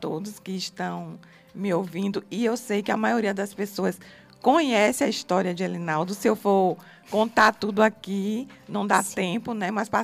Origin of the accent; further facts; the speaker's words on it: Camaçari, Bahia, Brazil; somos de Camaçari